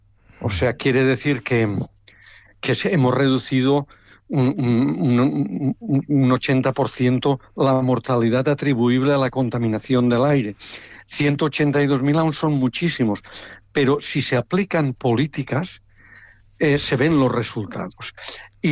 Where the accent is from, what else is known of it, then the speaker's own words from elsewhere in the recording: Spain; en España vamos con un retraso importante respecto a muchos otros países aplicando medidas.